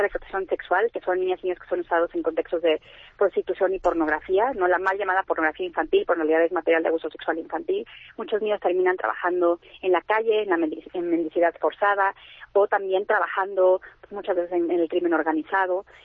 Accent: Mexico; estamos súper emocionados como mexicanos

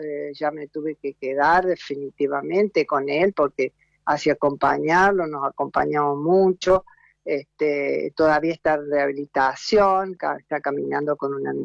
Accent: Oncativo, Córdoba, Argentina; now in Córdoba, Argentina; Hace unos meses que estoy en Córdoba, pero yo soy nativa de un pueblo, Oncativo, que está a 70 kilómetros de la ciudad de Córdoba.

